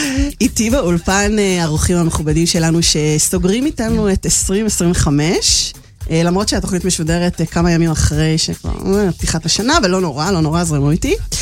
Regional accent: Netanya, Central District, Israel; אני נתניהתית, ביגו אפ נתניה סיטי.

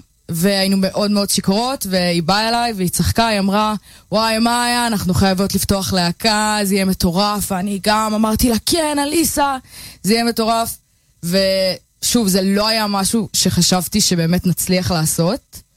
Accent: Bat Yam, Tel Aviv District, Israel; also born or lived in Plymouth; now in London, United Kingdom; כן, אני מבת ים. עכשיו אני אגור בלונדון, עוד שבוע.

